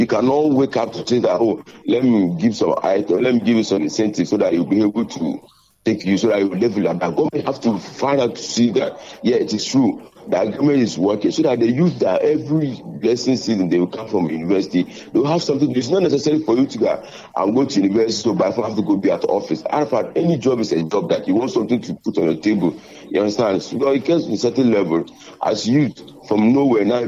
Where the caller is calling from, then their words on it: Ghana; we are Ghanaian.